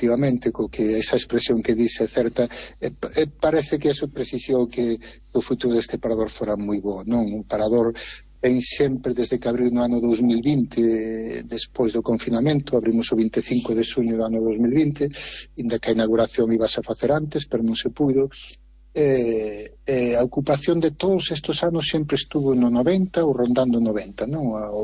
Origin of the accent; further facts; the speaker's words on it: Galicia, Spain; A partir de aí empezou unha nova trayectoria profesional sempre da miña terra